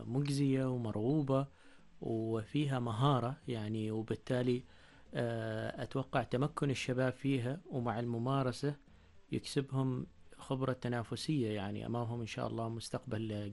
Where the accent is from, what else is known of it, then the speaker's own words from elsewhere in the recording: Oman; نحن كعمانيين